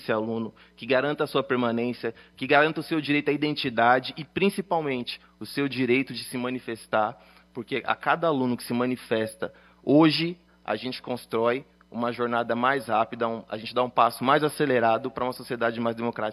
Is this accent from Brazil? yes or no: yes; São Paulo, Brazil; eu sou da Zona Leste de São Paulo, eu nasci no Jardim dos Ipês, um lugar que de jardim de IP nunca teve nada, então era favela quebrada.